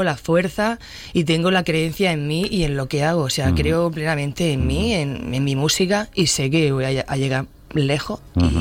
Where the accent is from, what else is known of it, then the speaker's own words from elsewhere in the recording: Almería, Andalusia, Spain; me sigue mucha más gente de fuera de Almería.